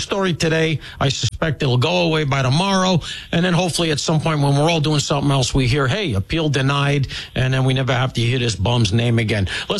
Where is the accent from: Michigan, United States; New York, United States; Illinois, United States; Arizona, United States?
New York, United States; Brooklyn; also born or lived in Flatbush; I was born in Flatbush, spent a lot of my childhood in Brooklyn.